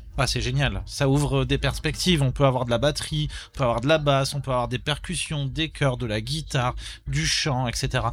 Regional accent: France; Et puis aussi, nous en tant que français, ce qu'on appelle country, c'est pas forcément ce que les Américains appellent country.

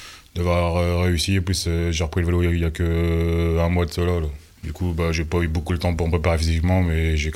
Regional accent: Boissy-Fresnoy, Hauts-de-France, France; Boissy-Fresneaux.

